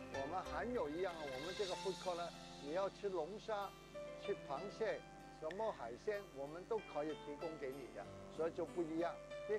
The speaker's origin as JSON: {"language": "Chinese", "country": "China", "lives_now": "Australia", "said": "因为我们中国人什么都喜欢个霸字嘛"}